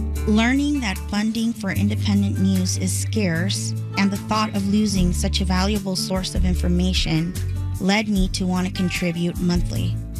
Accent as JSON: {"language": "English", "town": "Lincoln Heights", "region": "California", "country": "United States", "said": "I'm from Lincoln Heights."}